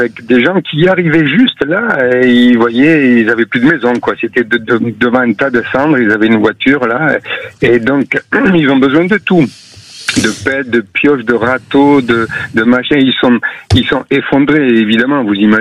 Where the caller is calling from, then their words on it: Bouliac, Nouvelle-Aquitaine, France; Non, je suis au Porges, là. J'habite Bouliac.